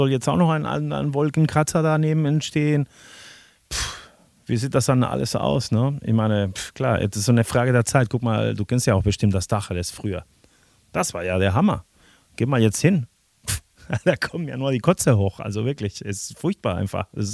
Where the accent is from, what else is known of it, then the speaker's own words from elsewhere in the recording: Spain; moved away as an adult; now in Berlin, Germany; ich komme aus Spanien